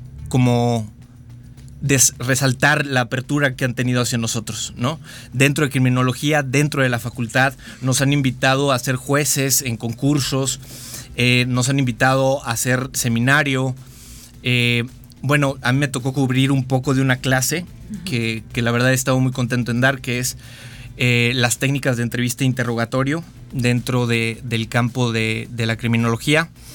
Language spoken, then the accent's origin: Spanish; San Luis Potosí, Mexico; estando aquí a San Luis, yo soy de acá, de San Luis, y bueno, toda mi vida la he pasado acá